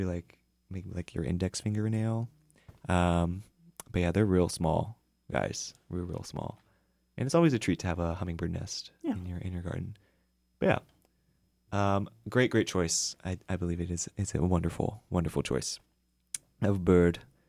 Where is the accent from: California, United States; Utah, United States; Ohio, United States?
California, United States; moved away; I'm from SoCal.